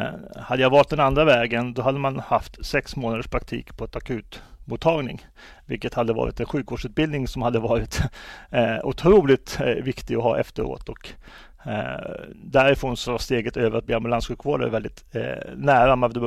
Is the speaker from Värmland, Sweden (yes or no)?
yes; Arvika, Värmland, Sweden; moved away as an adult; also born or lived in Karlstad / United States; Jag hade ju då gått med i Folkpartiet några år tidigare uppe i Arvika efter jag kom hem från USA, men så då flyttade ner till Karlstad